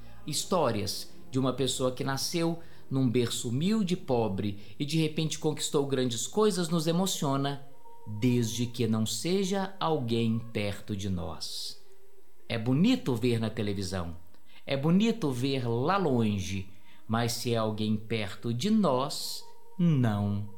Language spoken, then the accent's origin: Portuguese; Brazil; nós somos brasileiros